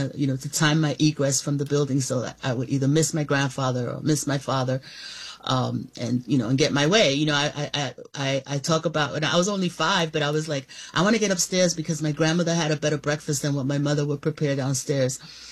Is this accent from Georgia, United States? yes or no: no; Bronx, New York, United States; and we grew up in the Bronx, but you know, we were, there were always eyes on us.